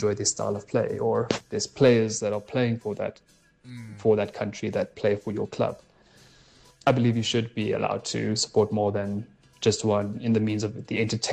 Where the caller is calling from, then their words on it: South Africa; As a South African